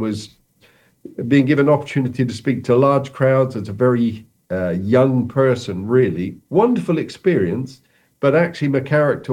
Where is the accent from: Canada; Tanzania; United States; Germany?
Tanzania; also born or lived in Fareham, United Kingdom; I was born in Fareham in Hampshire. But then as a child, I grew up in what is now Tanzania, East Africa.